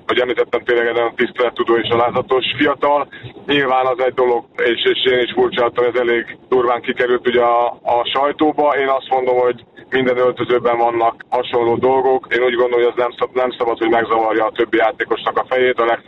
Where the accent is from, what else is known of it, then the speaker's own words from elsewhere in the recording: Hungary; én magyarként büszke vagyok rá